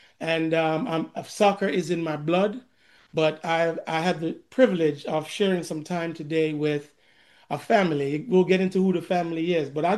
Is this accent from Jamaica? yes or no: yes; Jamaica; growing up in Jamaica myself